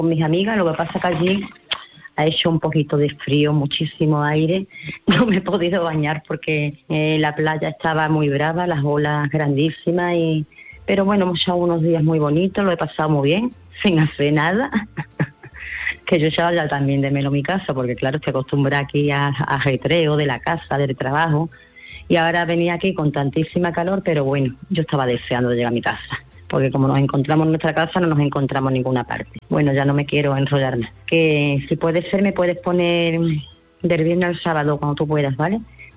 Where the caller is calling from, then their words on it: Seville, Andalusia, Spain; Hola, buenas noches, Manolo. … de Sevilla.